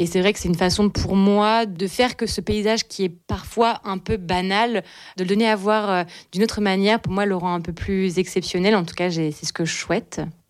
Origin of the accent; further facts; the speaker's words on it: Nouvelle-Aquitaine, France; now in La Rochelle, France; je suis installée à l'atelier Blétry à La Rochelle, mais je suis originaire du nord des Deux-Sèvres, près de la ville de Bressuire.